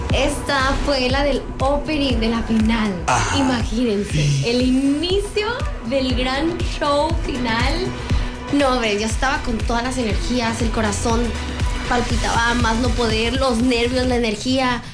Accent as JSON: {"language": "Spanish", "country": "Mexico"}